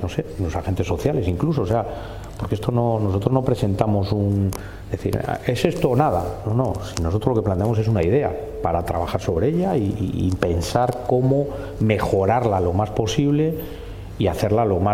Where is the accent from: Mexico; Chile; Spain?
Spain; Santander, Cantabria; yo soy un santanderino de pro, de los que lo sienten, estoy enamorado de mi ciudad.